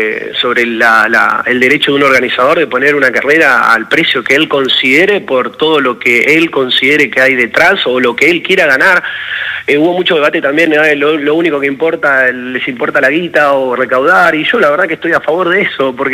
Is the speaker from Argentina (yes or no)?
yes; Argentina; nosotros como argentinos, o luego mismo los atletas argentinos